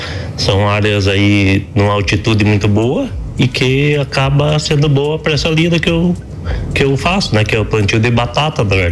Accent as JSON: {"language": "Portuguese", "region": "Paraná", "country": "Brazil", "tie": "born or raised there", "moved": "as an adult", "lives_now": "Coxilha Rica, Brazil", "said": "eu sou natural lá do Paraná. E venho de uma família que já são todos produtores há muitos anos. E o meu avô já era agricultor."}